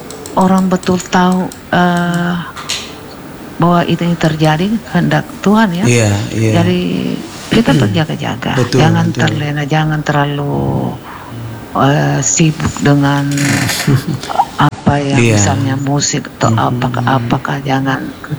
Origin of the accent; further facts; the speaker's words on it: Maros, South Sulawesi, Indonesia; Paling parah memang di kampungku di Maros juga.